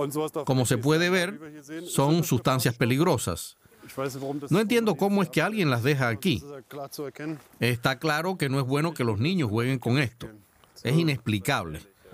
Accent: Netherlands; Soy de Holanda, nací allí y nunca vi esto. Recuerdo que hace 20 años, cuando había basura cerca de mi escuela, El ayuntamiento colocaba contenedores enormes.

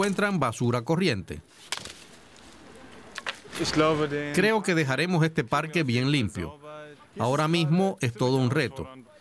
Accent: Netherlands; Spanish is a second language; Soy de Holanda, nací allí y nunca vi esto.

